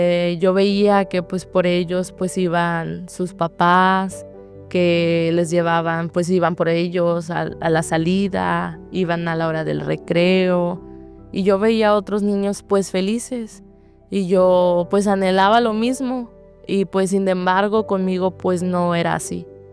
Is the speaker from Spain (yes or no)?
no; Monterrey, Nuevo León, Mexico; Tengo 17 años de edad. Yo vengo de Monterrey, Nuevo León.